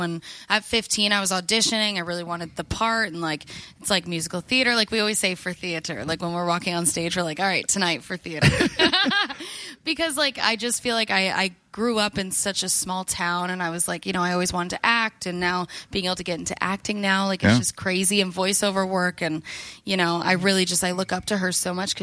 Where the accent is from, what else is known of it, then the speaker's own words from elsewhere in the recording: Canada; moved away as an adult; now in Nashville, United States; I'm Canadian.